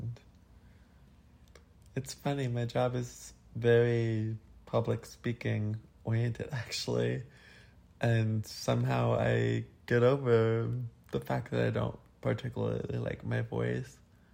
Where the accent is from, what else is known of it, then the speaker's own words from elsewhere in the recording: California, United States; I'm from California.